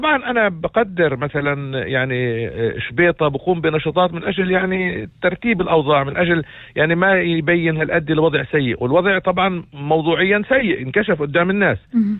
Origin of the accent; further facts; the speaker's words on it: Israel; انا بحكي احنا كفلسطينيين بس بالداخل نقدر ننطي مثال لشعبنا الفلسطيني انه نقدر نعمل مع بعض،